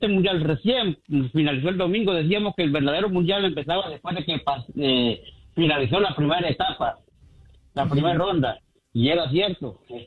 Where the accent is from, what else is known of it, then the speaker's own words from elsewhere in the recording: Honduras; Yo soy hondureño.